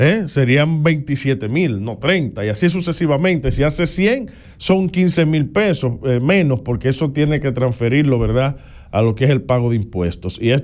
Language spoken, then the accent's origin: Spanish; Dominican Republic; somos los dominicanos y las dominicanas